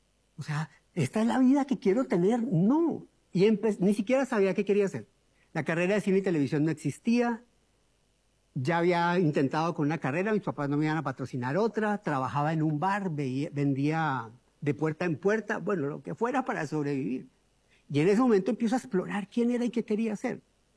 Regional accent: Colombian Andes, Colombia; Sigo siendo un niño de pueblo, nacido y criado en los Andes colombianos

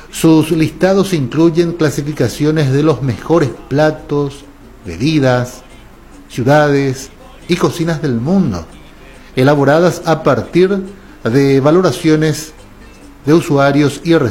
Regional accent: Paraguay

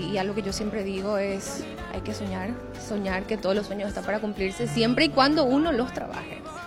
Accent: Villarrica, Guairá, Paraguay; En mi caso, yo salí de Villarrica, una ciudad del interior del Paraguay

